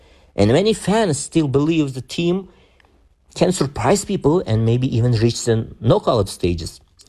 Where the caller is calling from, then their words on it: Tashkent, Uzbekistan; English is a second language; Hello there. … speaking from Tashkent.